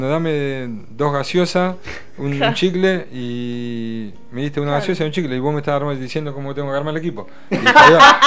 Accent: Berisso, Buenos Aires Province, Argentina; also born or lived in Ensenada; yo nací en Ensenada y después mi papá a los 6 años se fueron a vivir a Berisso. Y bueno, en Ensenada sigo teniendo familiares

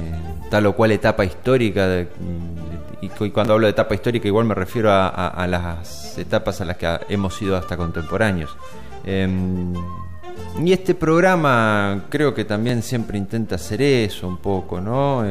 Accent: Argentina

